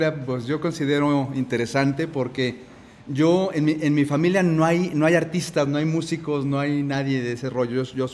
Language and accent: Spanish; Mexico City, Mexico; now in Guadalajara, Mexico; soy de la Ciudad de México, me vine a vivir a Guadalajara ya hace muchos años. Soy de Jalisco adoptado, pero muy, muy contento, aquí ya me casé, aquí nació mi hija.